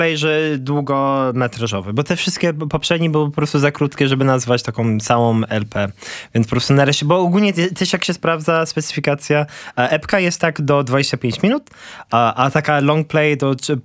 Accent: London, United Kingdom; moved away; urodziłem się niedaleko. Wychowałem się tam w Londynie i właśnie Islington był mój bar. I tam mieszkałem przez większość czasu, jak mieszkałem w Anglii.

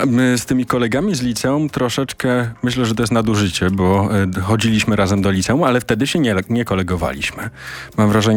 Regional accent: Silesian Voivodeship, Poland; moved away; also born or lived in Gliwice; ja jestem również ze Śląska, nie jestem warszawiakiem, słoikiem, tutaj mógłbym zakrzyknąć, podobnie jak autor Aglo, nie chcę się chwalić, ale jestem ze Śląska.

